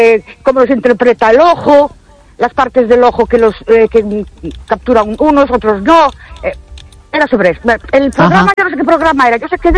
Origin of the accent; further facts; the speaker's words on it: Ourense, Galicia, Spain; Buenas noches … de Urense.